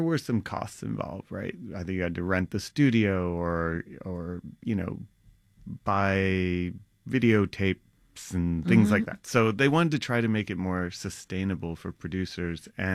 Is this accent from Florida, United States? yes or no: no; Brooklyn, New York, United States; I mean, I grew up in Brooklyn as well